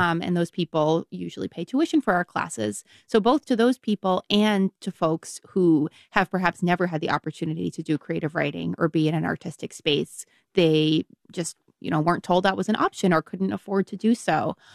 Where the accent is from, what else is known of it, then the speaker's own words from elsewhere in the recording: Boston, Massachusetts, United States; now in North Carolina, United States; So I'm from the Boston area.